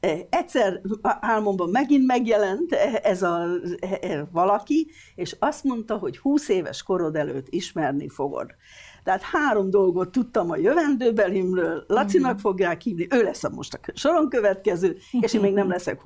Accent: Debrecen, Hajdú-Bihar, Hungary; az életemben először voltam szülővárosom Debrecen határain kívül.

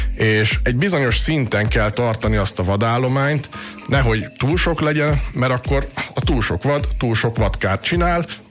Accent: Székesfehérvár, Fejér, Hungary; városi gyerekként nőttem fel, mert itt laktam Fehérváron

